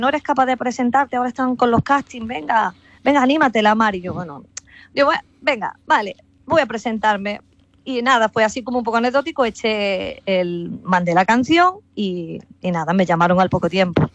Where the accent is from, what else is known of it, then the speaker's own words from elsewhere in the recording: Antequera, Andalusia, Spain; now in Galicia, Spain; Yo me fui de ahí de Antequera porque, bueno, aquí me abrieron las puertas, la verdad, de la música.